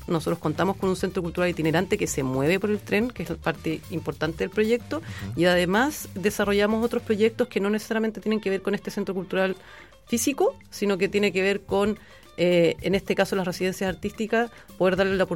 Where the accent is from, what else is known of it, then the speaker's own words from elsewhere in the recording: Valparaíso, Chile; moved away as an adult; now in Santiago, Chile; ahora me fui a Santiago por pega, hijo y otras cosas, como... Ya. Pero sí, estudié acá, viví más de 20 años acá